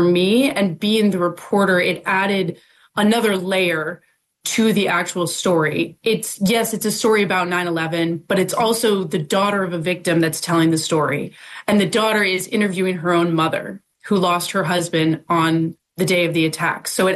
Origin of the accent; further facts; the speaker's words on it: Fairfield, Connecticut, United States; now in New York City, United States; I grew up in Connecticut in Fairfield. And Bridgeport was the neighboring town.